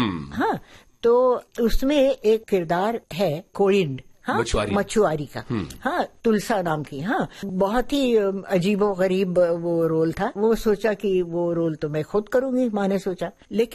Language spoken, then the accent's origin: Hindi; Pune, Maharashtra, India; born or raised there; also born or lived in Lucknow